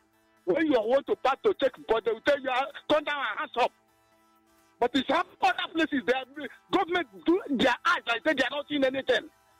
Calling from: Ohafia, Abia, Nigeria; I'm calling from Ohafia local government

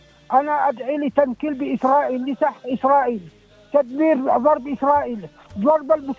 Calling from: Ibb, Yemen; محافظة إب.

